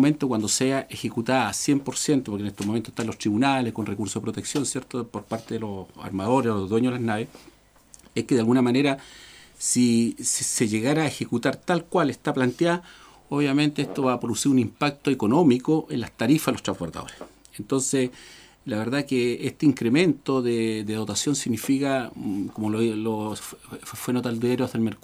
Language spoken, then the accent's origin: Spanish; Ancud, Los Lagos, Chile; estoy acá en Ancud, primero por ser chilote, nacido y criado en Ancud.